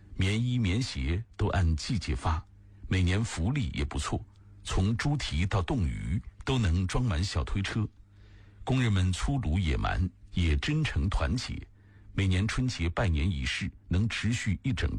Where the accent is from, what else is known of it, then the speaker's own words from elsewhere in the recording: Shandong, China; moved away; 我是山东人，出生在一个中等工业城市。我在那里读中小学，读大学，大学毕业后在那里工作了很长时间。